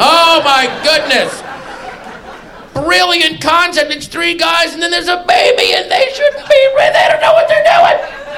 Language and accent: English; Sterling, Virginia, United States; I grew up 10 minutes outside of Washington, D.C. in the 80s.